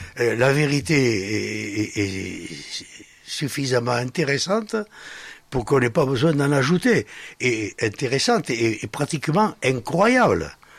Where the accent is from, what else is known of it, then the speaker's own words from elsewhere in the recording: Carlux, Nouvelle-Aquitaine, France; also born or lived in Sarlat; Je suis né à Sarlat. Mais j'ai passé toute ma jeunesse à Roufillac de Carlux.